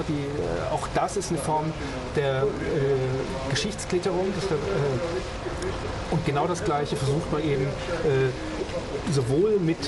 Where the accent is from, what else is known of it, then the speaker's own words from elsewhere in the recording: Germany; also ich als Deutsche